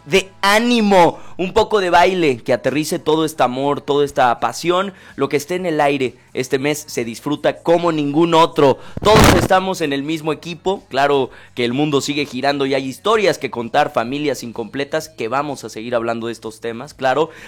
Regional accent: Mexico

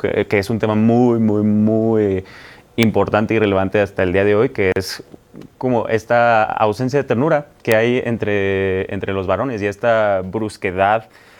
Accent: Aguascalientes, Mexico; Somos hidrocálidos, talento hidrocálido que viene a darle una probadita a la Ciudad de México de lo que se hace allá.

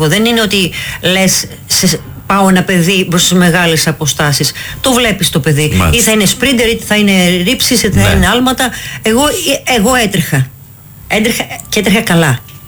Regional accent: Patras, Western Greece, Greece; έμενα στη Ταραμπούρα και πήγα μόνη μου παιδάκι στο εθνικό στάδιο της Πάτρας

